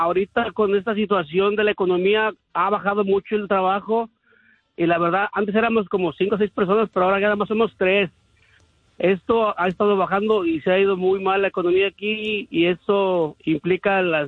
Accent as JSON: {"language": "Spanish", "town": "Nezahualcóyotl", "region": "State of Mexico", "country": "Mexico", "tie": "born or raised there", "said": "mis dos jefes son de Tonaya, Jalisco, de Amacotitlán, y yo soy originario de Nezahualcóyotl, de Ciudad de Nesa."}